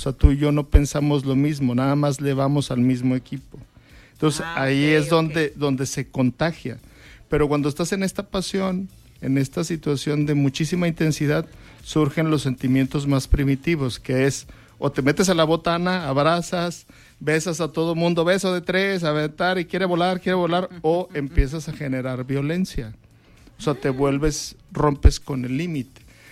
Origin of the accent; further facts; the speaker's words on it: Mexico; yo me siento mexicano